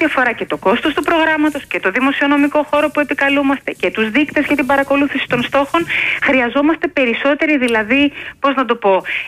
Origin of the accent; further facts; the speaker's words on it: Peloponnese, Greece; Ας συμφωνήσουμε ότι διαφωνούμε, που λένε στο χωριό μου στη Μάνη